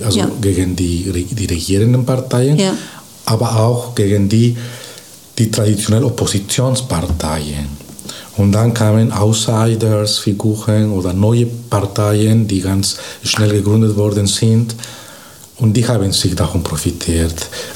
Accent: Bolivia; German is a second language; now in Germany; Aber früher habe ich auch in Bolivien, das Land, wo ich herkomme, habe ich in Bolivien Politikwissenschaft auch in meinem Bachelor studiert

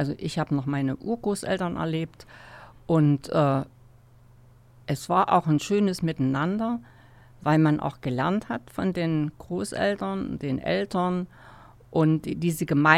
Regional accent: Jena, Thuringia, Germany; Ja, also die Stadt Jena ist meine Heimatstadt. Ich bin hier nicht nur geboren und aufgewachsen, Schule, dann zum Studium, aber immer ein Bein in der Stadt, wieder zurück, hier auch geheiratet, hier Mutter geworden

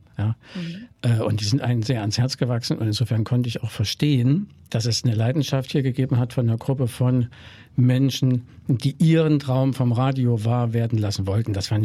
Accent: Jena, Thuringia, Germany; moved away as an adult; Ich komme ja aus Jena und wir hatten in Jena einen offenen Hörfunkkanal schon aufgebaut

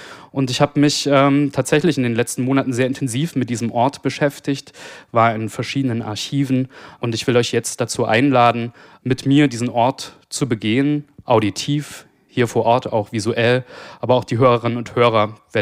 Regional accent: Weimar, Thuringia, Germany; also born or lived in Halle (Saale); now in Leipzig, Germany; ich bin ursprünglich aus Weimar, wo ich aufgewachsen bin, lebe inzwischen in Leipzig, habe zwischendurch lange in Halle an der Saale gewohnt

